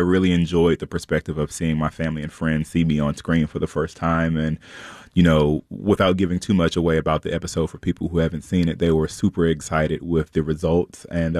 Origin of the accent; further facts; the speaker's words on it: North Carolina, United States; Like, you know, I'm from North Carolina and I never saw Hillsborough being as progressive as I guess that it is now.